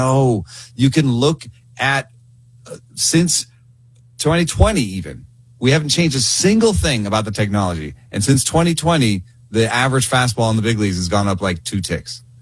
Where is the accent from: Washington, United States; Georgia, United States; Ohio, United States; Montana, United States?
Georgia, United States; Atlanta; growing up in Atlanta in the in the late 80s and early 90s